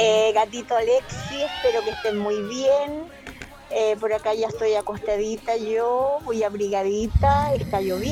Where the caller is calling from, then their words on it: Viña del Mar, Valparaíso, Chile; Yo vivo acá en Miraflores.